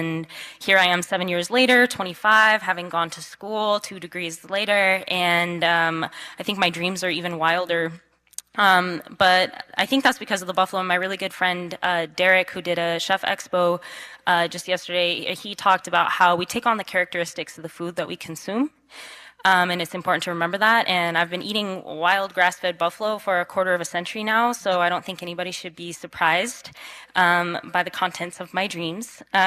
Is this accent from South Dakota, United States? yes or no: yes; Cheyenne River Reservation, South Dakota, United States; moved away as an adult; now in San Francisco, United States; I am Tuketa Lakota, Mandan, and Hiratsa, and I come from the Cheyenne River Reservation in South Dakota. Currently, I'm living in San Francisco, been there for about a year after I graduated with my master's last summer.